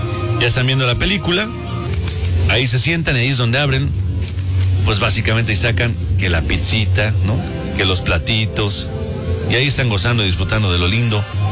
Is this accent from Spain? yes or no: no; Mexico; Así somos los mexicanos, es lo que dicen por acá.